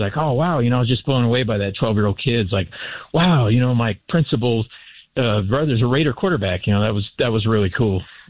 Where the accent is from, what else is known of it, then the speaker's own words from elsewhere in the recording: Santa Clara, California, United States; now in Albuquerque, United States; I grew up in Santa Clara.